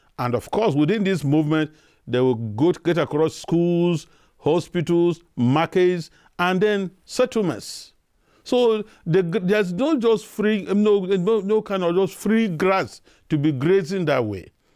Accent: Benue, Nigeria; I am from Benue State in Nigeria, which geopolitical zones are north central, the central part of Nigeria.

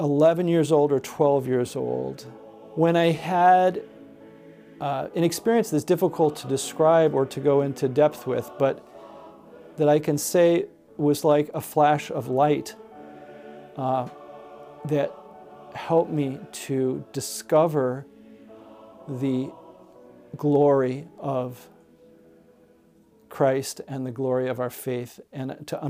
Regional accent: Chicago, Illinois, United States; born there; I was born in Chicago, Illinois, in 1953. And my great-grandparents came to Chicago from Sweden in the late 1800s. My religious background was in the Swedish Baptist Church originally.

